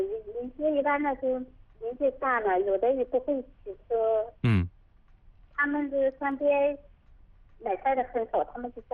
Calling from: Wuwei, Anhui, China; 我是无为的。

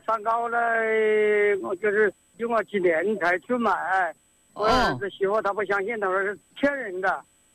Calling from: Wuhan, Hubei, China; 我是黄陂地区的。

